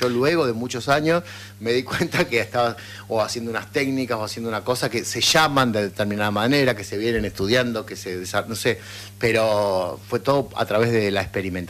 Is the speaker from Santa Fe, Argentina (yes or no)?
yes; Gálvez, Santa Fe, Argentina; Sí, básicamente soy de Galvez, sí.